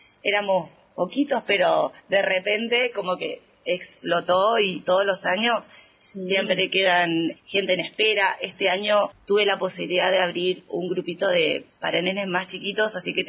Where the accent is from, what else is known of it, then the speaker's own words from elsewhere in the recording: Buenos Aires, Argentina; now in Río Mayo, Argentina; Yo llegué en el 2023 a Río Mayo, vengo de Buenos Aires, casada con gendarme, entonces esta vida nos lleva un poquito a vivir en muchos lugares.